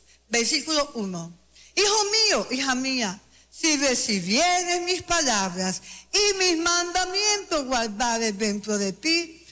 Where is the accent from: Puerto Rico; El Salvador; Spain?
El Salvador; Así somos nosotros los salvadoreños.